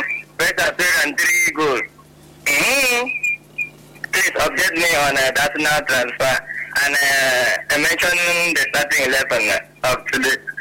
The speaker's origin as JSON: {"language": "English", "country": "Colombia", "said": "Yeah, I'm from Colombia."}